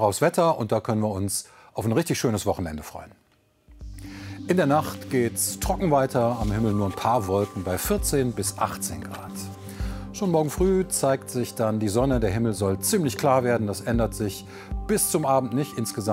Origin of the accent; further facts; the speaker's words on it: Duisburg, North Rhine-Westphalia, Germany; Meine Heimat, mein Verein Duisburg und der MSV.